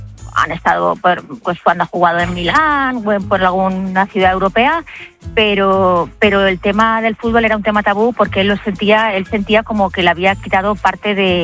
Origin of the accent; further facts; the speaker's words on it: Valencian Community, Spain; y yo soy valenciana. Vivimos actualmente en Valencia desde hace, bueno, vamos a hacer 25 años de casados el año que viene.